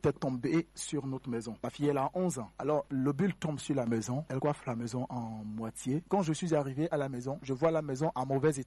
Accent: Dabou, Lagunes, Côte d’Ivoire; moved away as an adult; now in Cameroon; je viens de la Côte d'Ivoire, précisément de la ville de Dabou.

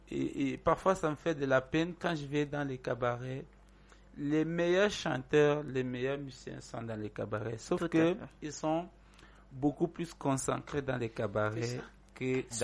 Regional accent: Cameroon; ici chez nous au Cameroun

